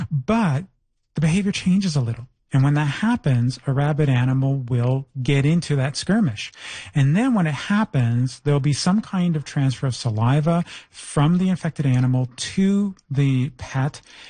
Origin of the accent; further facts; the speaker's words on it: Toronto, Ontario, Canada; I come from Toronto where the raccoons come out and sunbathe right on your lawn.